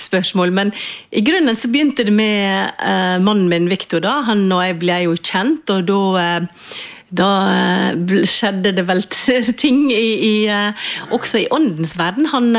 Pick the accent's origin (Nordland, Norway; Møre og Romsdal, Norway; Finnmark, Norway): Møre og Romsdal, Norway; moved away; når jeg jobbet for lokalavisa hjemme på Sunnmøre